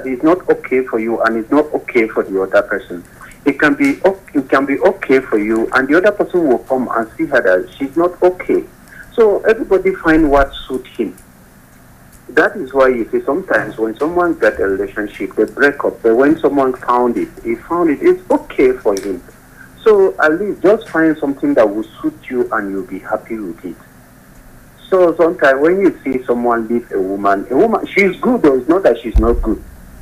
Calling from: Saudi Arabia; calling. Saudi.

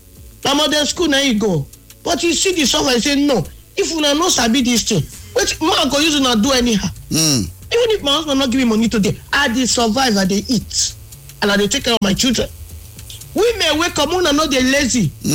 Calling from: Belgium; from Belgium.

